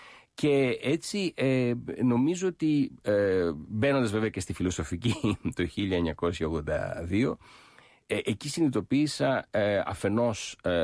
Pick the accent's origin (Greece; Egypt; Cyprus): Egypt; Alexandria, Alexandria Governorate; το γεγονός ότι γεννήθηκα και μεγάλωσα στην Αλεξάνδρεια, στην Αίγυπτο, στο πλαίσιο της ελληνικής παρικίας, στα παρικιακά σχολεία